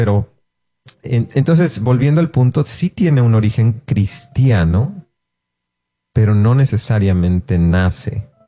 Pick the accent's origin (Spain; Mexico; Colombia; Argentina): Mexico; No solo porque somos mexicanos, sino porque aquí es donde más se da este aspecto de compadrazgo.